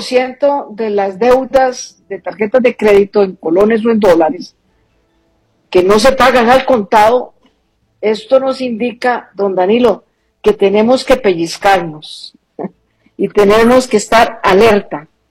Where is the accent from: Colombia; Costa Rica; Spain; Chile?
Costa Rica; Nosotros como costarricenses nos evaluamos qué tan conocemos del tema de las tarjetas de crédito